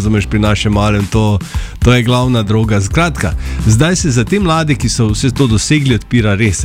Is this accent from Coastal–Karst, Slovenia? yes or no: no; Maribor, Drava, Slovenia; Mariborčani smo znani po tem, da se radi pametne delamo.